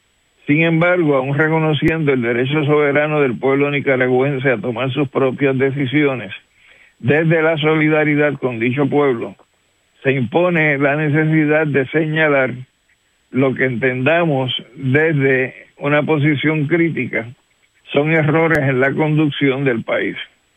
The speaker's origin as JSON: {"language": "Spanish", "country": "Puerto Rico", "said": "Como puertorriqueño, sin embargo, a pesar de los cambios habidos dentro del gobierno sandinista"}